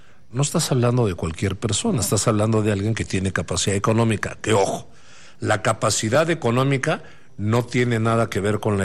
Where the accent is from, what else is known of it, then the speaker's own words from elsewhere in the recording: Mexico; me da pena como mexicano